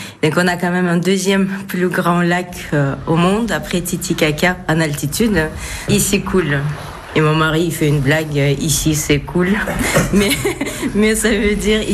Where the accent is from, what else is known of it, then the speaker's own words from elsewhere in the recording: Bishkek, Kyrgyzstan; French is a second language; moved away as an adult; now in France; Je suis née et j'ai grandi à Bishkek.